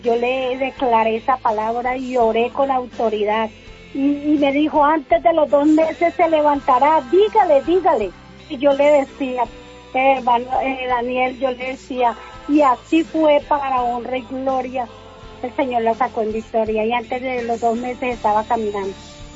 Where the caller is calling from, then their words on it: Herrera, Tolima, Colombia; Aquí en Herrera, Tolima